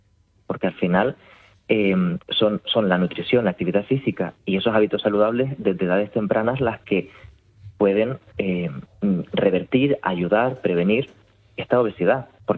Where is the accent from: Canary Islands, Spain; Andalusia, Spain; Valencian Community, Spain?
Canary Islands, Spain; accent: Canarian